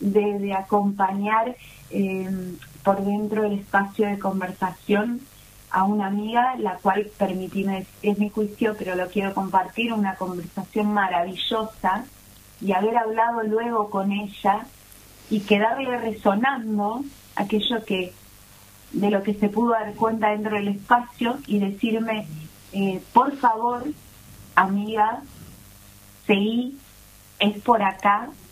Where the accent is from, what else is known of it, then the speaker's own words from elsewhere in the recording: Buenos Aires Province, Argentina; provincia de Buenos Aires.